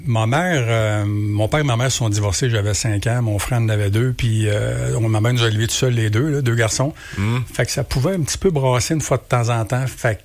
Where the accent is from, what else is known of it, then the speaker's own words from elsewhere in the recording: Montreal, Quebec, Canada; moved away as an adult; also born or lived in Mercier-Châteauguay; now in Granby, Canada; Moi, je suis né à Montréal. Fait que j'ai été élevé à Verdun là, pendant les 20 premières années de ma vie. Puis je suis arrivé à Granby. J'ai fait un petit séjour à Mercier-Châteauguay. Puis je suis arrivé à Granby au début des années 90.